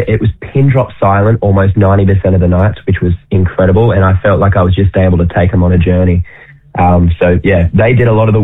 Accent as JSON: {"language": "English", "town": "Newcastle", "region": "New South Wales", "country": "Australia", "tie": "born or raised there", "lives_now": "Nashville, United States", "said": "Yes, yeah, Morgs is a good dude from my hometown."}